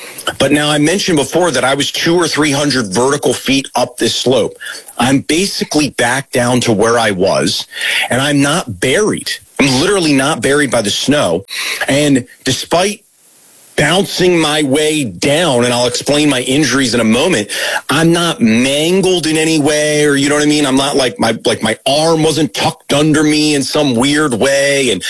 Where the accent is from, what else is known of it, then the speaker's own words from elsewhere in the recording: Baltimore, Maryland, United States; moved away as an adult; I'm originally from Baltimore, and I'd been living in the greater Denver and Boulder area of Colorado for about a year.